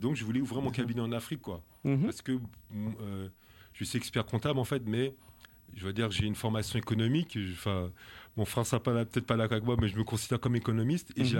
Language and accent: French; Paris, Île-de-France, France; moved away as an adult; now in Guadeloupe; moi, je suis expert comptable en Guadeloupe. Je suis ce qu'on appelle un négropolitain. Je suis né à Paris, j'ai grandi à Paris. Et moi, je suis retourné en Guadeloupe pour être expert comptable.